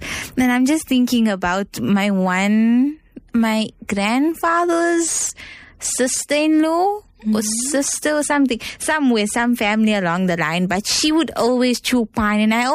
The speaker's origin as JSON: {"language": "English", "town": "Johannesburg", "region": "Gauteng", "country": "South Africa", "tie": "born or raised there", "said": "because we grew up in Joburg"}